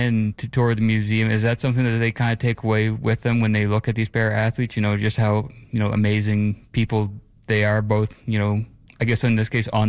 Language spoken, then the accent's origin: English; Fredericton, New Brunswick, Canada; I grew up in New Brunswick. I grew up in the Fredericton area